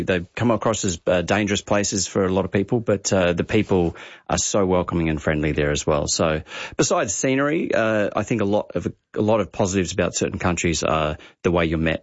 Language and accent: English; Victoria, Australia; Bruce, I'm from South Gippsland myself, and I can agree that that area is a beautiful part of the world.